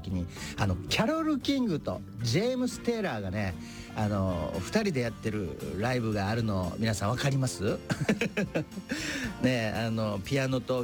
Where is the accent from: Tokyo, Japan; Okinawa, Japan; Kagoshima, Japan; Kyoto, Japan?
Okinawa, Japan; まあ僕はね沖縄出身で、ナンクルナイサーっていうね言葉があります。